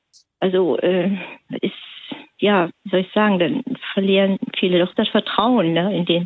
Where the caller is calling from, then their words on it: North Rhine-Westphalia, Germany; ich hatte angegeben, im Sauerland, also nördlich Sauerland.